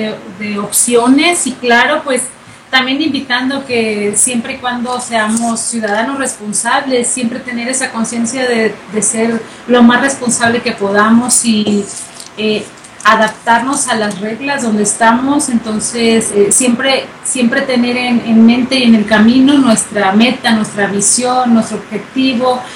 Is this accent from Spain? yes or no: no; Tepic, Nayarit, Mexico; Yo soy de Tepic, Nayarit, México.